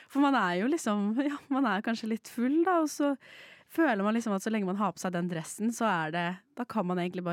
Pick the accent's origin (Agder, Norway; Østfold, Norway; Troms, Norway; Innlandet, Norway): Østfold, Norway; Knapstad; Jeg er fra Østfold, men ja, det er ikke så mange som vet hvor Knapstad er, så vi kan si det er i Akershus.